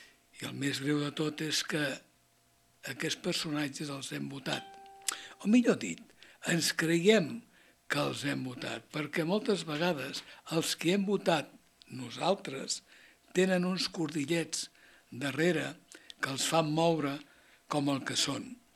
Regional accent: Catalonia, Spain

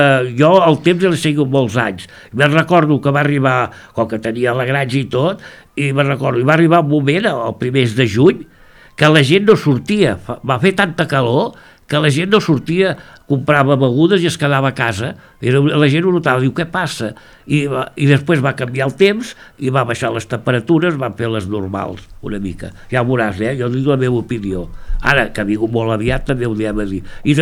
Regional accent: Catalonia, Spain; i del Maresme.

